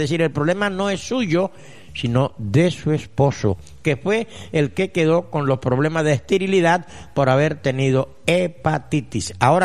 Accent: Guapi, Cauca, Colombia; y me volví para la costa, o sea, para Guapi, de donde soy, y volví y me enfermé.

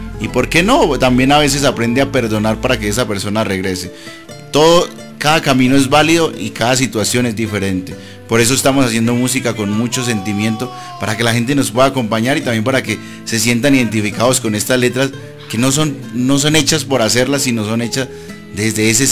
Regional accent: Boyacá, Colombia; siempre a cada parte de Colombia que voy, lo digo con mucho amor, soy boyacense porque somos personas llenas de cordialidad, de respeto por los demás.

